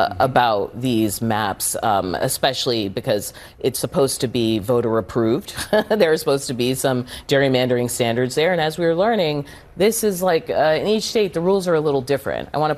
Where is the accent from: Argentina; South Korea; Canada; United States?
United States; Massachusetts; but I might be biased because I'm from Massachusetts.